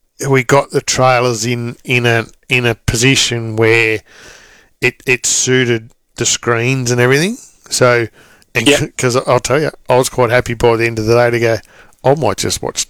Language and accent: English; Evans Head, New South Wales, Australia; moved away; Well, technically our shire, like we're from Evans Head, but it's Casino Shire.